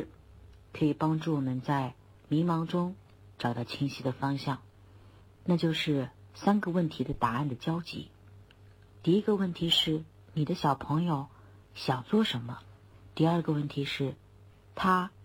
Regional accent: Huangshan, Anhui, China; moved away as an adult; 1987年2月15日，在黄山的脚下，我出生在黄山市黄山区的一片果园里。在17岁以前，我都没有离开过黄山。17岁，我在那里完成了幼儿园、小学、中学和高中的所有学业。

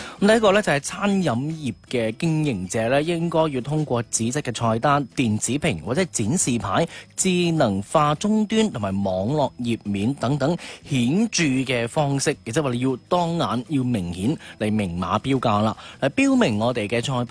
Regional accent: Guangdong, China; 我哋广东人

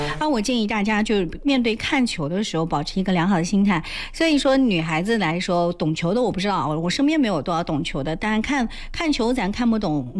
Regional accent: China; 我们中国人不都是黄皮吗，

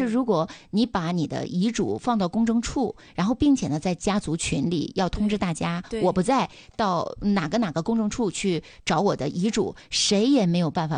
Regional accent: China

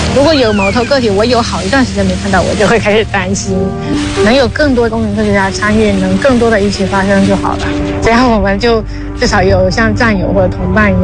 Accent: Xiamen, Fujian, China; 我是厦门人，在鼓浪屿出生。其实小时候我是一直都没有看到过白海豚

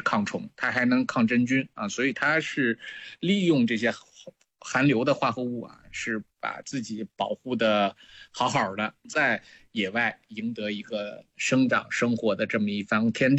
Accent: China; 那我们中国人吃韭菜的历史非常长啊

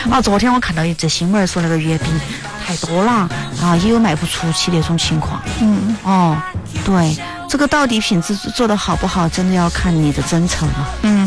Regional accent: China

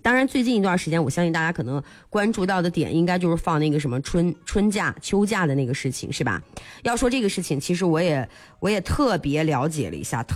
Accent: Fencheng, Shanxi, China; now in Linfen, China; 汾城古建筑群古侧柏这个我更知道，我老家的嘛，

